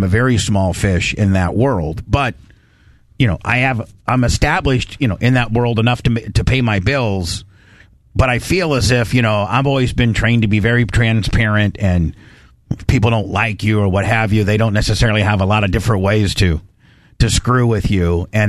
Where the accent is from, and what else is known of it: Warsaw, Indiana, United States; born or raised there